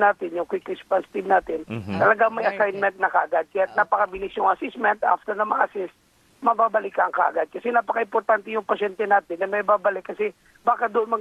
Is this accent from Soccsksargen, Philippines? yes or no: yes; Soccsksargen, Philippines; So doon kasi sa amin sa South Cotabato, yung government hospital meron kagad kasi in charge